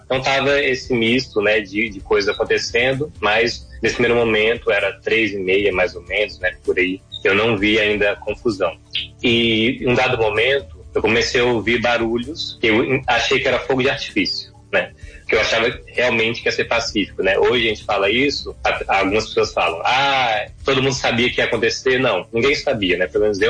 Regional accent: Brasília, Federal District, Brazil; Sim, então eu sou de Brasília mesmo, né?

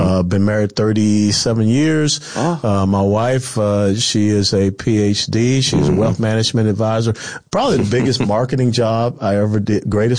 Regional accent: Georgia, United States; moved away as an adult; So even though I grew up in Georgia, I went to the University of Tennessee and got my commission in, through Army ROTC.

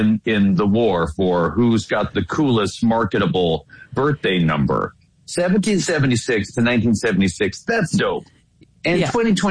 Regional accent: Virginia, United States; Well, like you mentioned, I grew up in Virginia, and Meriwether Lewis was this kind of understudy figure to Thomas Jefferson.

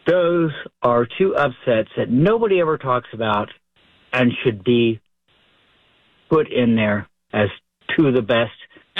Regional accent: Columbus, Ohio, United States; Of course, I'm from Columbus, Ohio, so everybody's been saying Buster Douglas

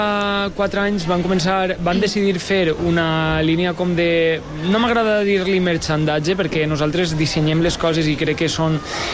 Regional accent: Villajoyosa, Valencian Community, Spain; de la Marina Baixa.

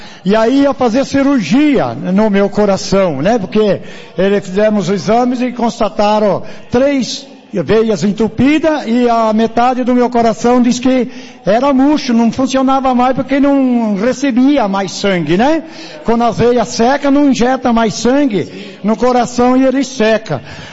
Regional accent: Jundiaí, São Paulo, Brazil; Eu sou lá da cidade de Jundiaí.

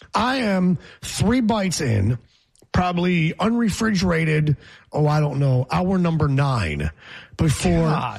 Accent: Geneva, New York, United States; I'm upstate on Seneca Lake, my hometown of Geneva, New York, which is picturesque Seneca Lake

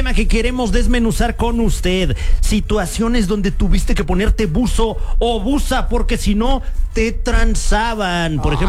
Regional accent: State of Mexico, Mexico; Soy del Estado de México, entonces estilan mucho algunas medio exóticas como la de chicle.

